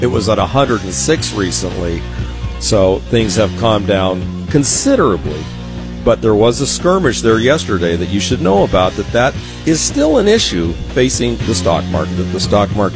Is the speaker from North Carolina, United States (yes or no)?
no; Point Loma, California, United States; Now, I grew up in Point Loma, California. I grew up with a lot of Portuguese. They were tuna fishermen.